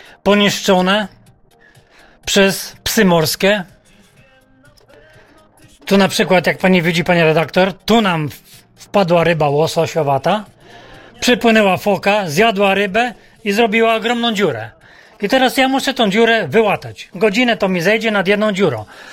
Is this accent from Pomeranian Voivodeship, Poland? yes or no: yes; Kuźnica, Pomeranian Voivodeship, Poland; born there; jestem rybakiem z Kuźnicy, z ojca dziada i pradziada.